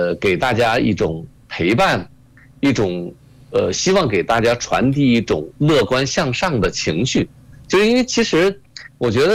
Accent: China; 我们中国人

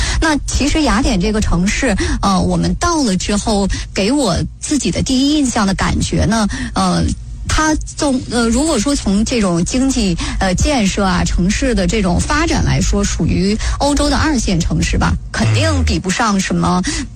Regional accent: China; 我们中国人

